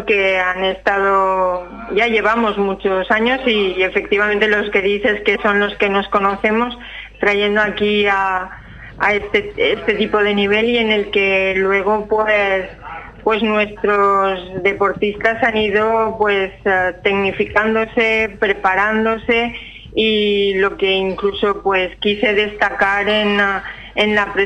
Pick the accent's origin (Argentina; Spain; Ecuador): Spain; Valencia, Valencian Community; born there; now in Almería, Spain; llevo 26 años ya aquí, o sea que sí, yo digo que sí, nací en Valencia